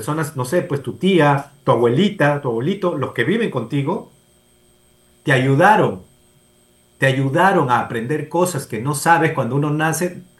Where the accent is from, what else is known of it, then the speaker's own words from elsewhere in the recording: Peru; nosotros como padres peruanos